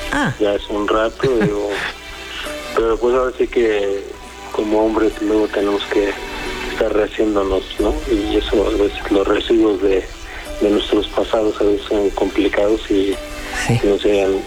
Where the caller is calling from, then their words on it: Mexico City, Mexico; Sí, te escucho desde la Ciudad de México, aquí en el cerca del aeropuerto de la Ciudad de México.